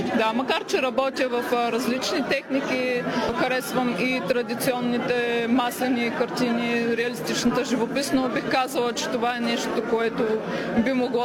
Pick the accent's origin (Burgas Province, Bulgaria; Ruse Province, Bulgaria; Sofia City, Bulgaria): Burgas Province, Bulgaria; Pomorie; аз съм родена, израснала в Поморие, учила съм в Бургас, така че морето винаги е било около мен и продължавам да работя и да живея тук